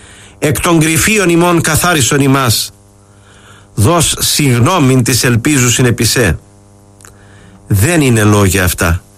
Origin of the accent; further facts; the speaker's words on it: Crete, Greece; Στην πατρίδα μου την Κρήτη λένε οι παλαιότεροι